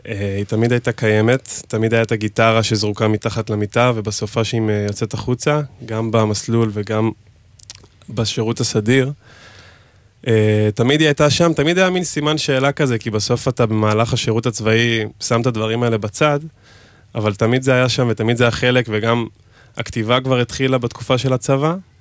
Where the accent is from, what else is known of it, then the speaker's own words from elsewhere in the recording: Binyamina, Haifa District, Israel; now in Tel Aviv, Israel; בן 24, כרגע מתל אביב, מוזיקאי. בשנה האחרונה עובד על אלבום ראשון שיצא לפני שבוע. במקור אני מבנימינה.